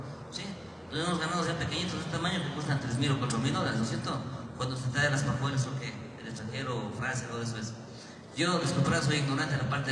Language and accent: Spanish; Sevilla Don Bosco, Morona Santiago, Ecuador; el sueño nuestro, como sevillanos, es convertir en Sevilla Don Bosco como Santo Domingo de allá de la parte centro.